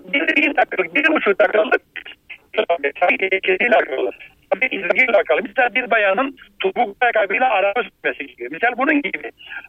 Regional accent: Samsun, Turkey; now in Germany; Aslen Samsunluyum ama Almanya'da yaşıyorum.

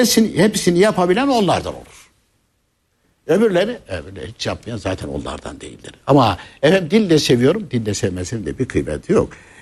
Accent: Konya, Turkey; Ya bir bakıyorsun ki ben de Konyalıyım.

